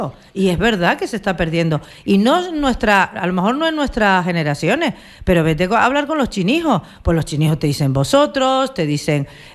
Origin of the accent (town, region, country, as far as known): Canary Islands, Spain; also born or lived in Basque Country